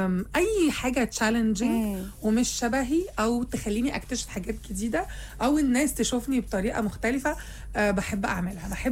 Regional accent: Syria; انا برضو بعمل، يعني انا سورية وبعمل الدور ده

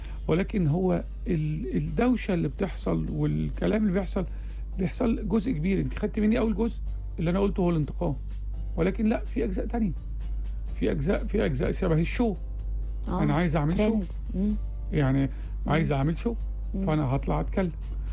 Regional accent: Upper Egypt, Egypt; born there; أنا متربي صعيدي شوية

